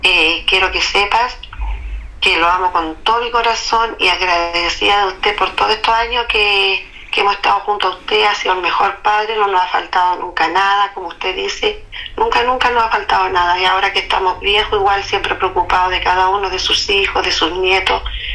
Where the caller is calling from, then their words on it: Castro, Los Lagos, Chile; Estoy llamando de Chiloé, Castro.